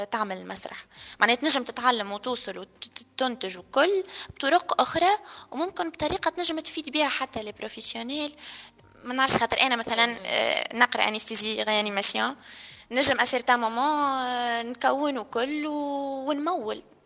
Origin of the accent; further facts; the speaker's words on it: Tunisia; خاطرنا في تونس